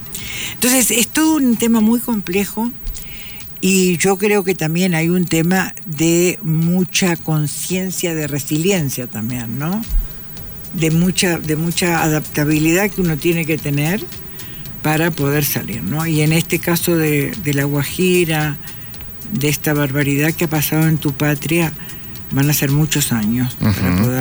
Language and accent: Spanish; Paysandú, Uruguay; moved away as an adult; Paysandú, de donde yo soy, es un departamento, lo que acá sería provincia, del litoral, es decir, que está sobre el río Uruguay? Paysandú está sobre el río Uruguay.